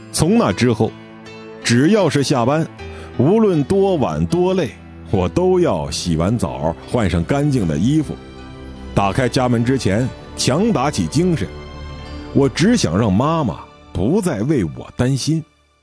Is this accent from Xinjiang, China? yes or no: no; Daqing, Heilongjiang, China; 我虽然是一个土生土长的大庆人，但是报道之前对这个行业的了解还是一张白纸。